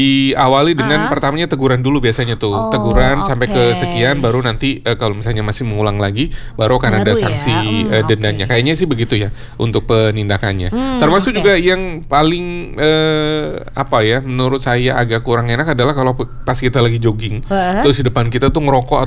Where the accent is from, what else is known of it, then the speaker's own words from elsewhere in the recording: Brebes, Central Java, Indonesia; now in Jakarta, Indonesia; Kalau sekarang enggak tahu sih apakah di Brebes juga kampung saya ya, apakah ada juga larangan untuk bakar sampah secara terbuka